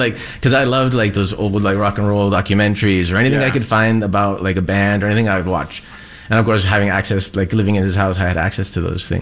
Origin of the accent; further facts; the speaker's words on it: Sacramento, California, United States; I grew up also in Sacramento.